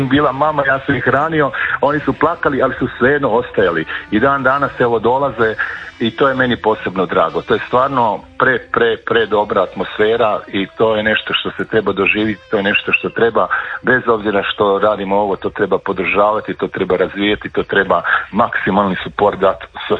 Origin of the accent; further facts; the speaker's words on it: Jasenovac, Sisak-Moslavina County, Croatia; born there; Ja moram reći da sam rođen u Jasenovcu i pa sam onda vuko stalno na Posav